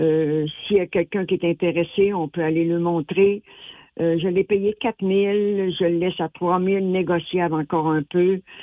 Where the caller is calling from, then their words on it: Saguenay, Quebec, Canada; Je suis de Chicoutimi Nord.